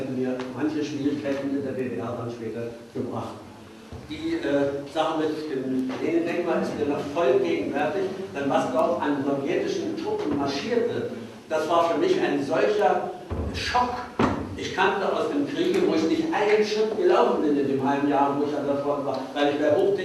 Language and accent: German; Königsberg, Kaliningrad Oblast, Russia; Ich hatte 1943 in Königsberg, meiner Heimatstadt, das Abitur gemacht, war auch noch an der Albertina-Universität bei der Stadt eingeschrieben